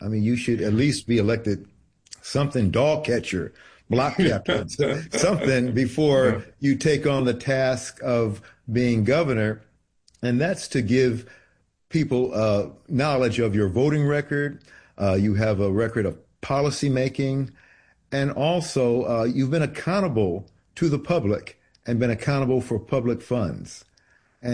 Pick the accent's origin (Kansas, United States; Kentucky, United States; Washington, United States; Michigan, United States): Michigan, United States; Detroit; moved away as an adult; also born or lived in Virginia / Southern California; now in Bay Area, California, United States; I was born in Virginia, grew up in Detroit, Michigan, working class community.